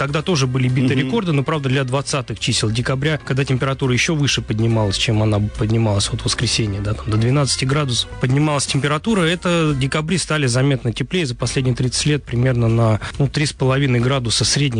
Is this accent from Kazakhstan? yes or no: no; Moscow, Russia; Но мы все, москвичи, наверное, заметили, что в начале 21 века